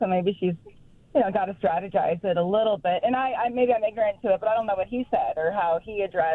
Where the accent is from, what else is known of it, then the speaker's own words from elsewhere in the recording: San Diego, California, United States; now in Pittsburgh, United States; Yeah, I'm from San Diego, California, but living in Pittsburgh here